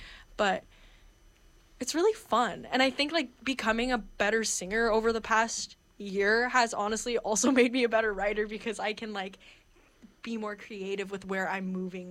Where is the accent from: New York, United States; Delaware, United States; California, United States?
California, United States; Orange County; growing up in Orange County